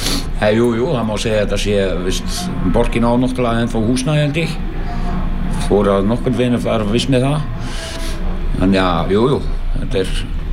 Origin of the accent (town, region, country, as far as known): Belgium; now in Iceland